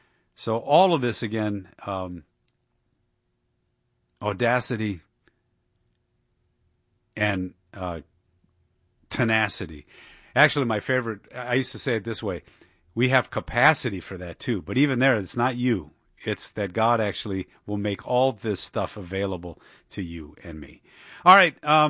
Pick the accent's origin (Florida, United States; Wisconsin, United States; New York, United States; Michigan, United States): Michigan, United States; Dearborn; and that's the Islamists from my hometown of Dearborn